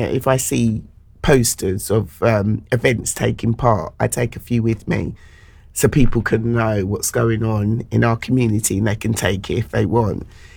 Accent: London, United Kingdom; my hometown in Tooting

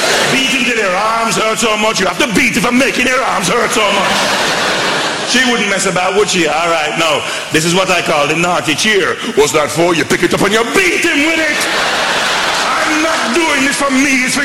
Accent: Dudley, West Midlands, United Kingdom; I grew up in Dudley, in the West Midlands.

